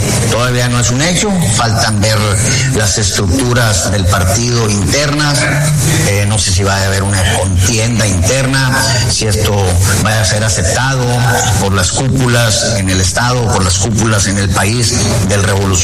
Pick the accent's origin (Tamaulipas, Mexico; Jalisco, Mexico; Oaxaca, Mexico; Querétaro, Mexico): Tamaulipas, Mexico; Reynosa; Soy de Reynosa, me duele Reynosa y quiero mucho a Reynosa.